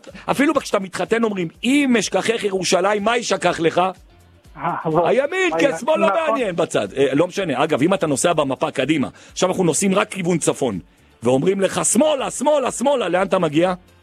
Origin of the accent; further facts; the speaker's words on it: Jerusalem, Jerusalem District, Israel; כשהייתי ילד, הייתי גר ברחוב הנביאים, זה בסמוך למאה שערים